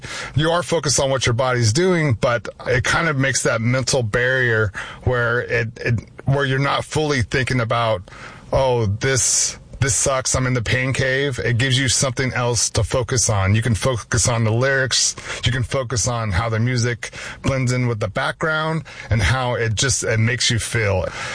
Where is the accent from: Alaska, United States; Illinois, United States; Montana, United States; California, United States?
California, United States; I grew up a farmer in California, and you know, I worked 17-hour days in the fields. I loved it, and so I'm always like a country boy at heart